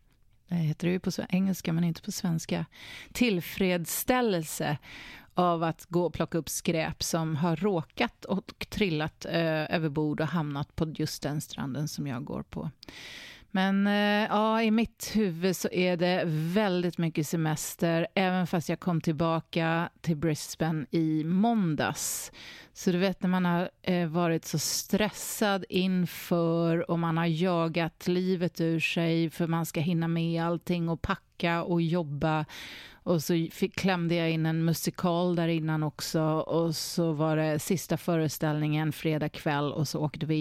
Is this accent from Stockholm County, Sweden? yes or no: yes; Stockholm, Stockholm County, Sweden; moved away; Jag kommer ju från Stockholm, om man inte har hört det på min dialekt redan.